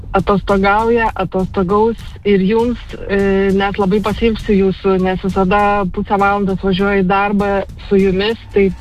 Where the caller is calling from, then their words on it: Klaipėda County, Lithuania; Nuo Klaipėdos krašto.